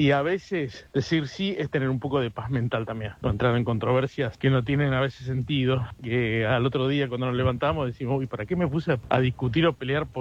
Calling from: Benavídez, Buenos Aires Province, Argentina; de Benavides

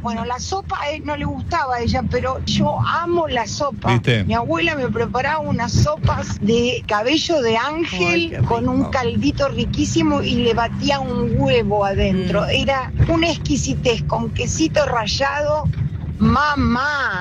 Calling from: Béccar, Buenos Aires Province, Argentina

